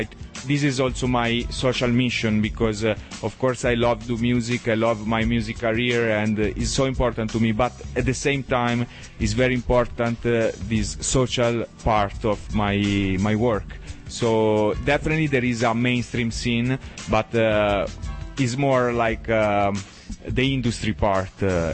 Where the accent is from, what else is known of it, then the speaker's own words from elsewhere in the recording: Pavia, Lombardy, Italy; English is a second language; I'm from Pavia. Is a city in very close to Milan, so I mean the metropolitan Milan area.